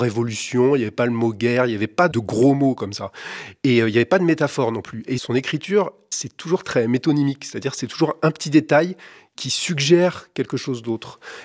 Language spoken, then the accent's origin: French; Lisieux, Normandy, France; on était deux garçons. Moi, je venais de Lisieux